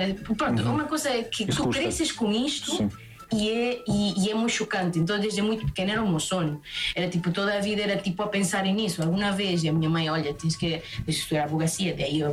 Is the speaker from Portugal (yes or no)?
no; Pucallpa, Ucayali, Peru; Portuguese is a second language; Mas sim, e por acaso, de onde eu sou, que é Pucallpa, é o rio Ucayali. O Ucayali é um dos afluentes mais importantes do Amazonas.